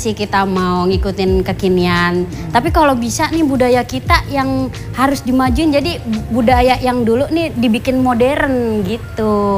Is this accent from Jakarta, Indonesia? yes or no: no; Bekasi, West Java, Indonesia; accent: Betawi ora (Bekasi); Kalau di saya itu Betawi ora, daerah Bekasi tuh makanya Betawi ora. Pakai a misalkan gua, kagak gitu.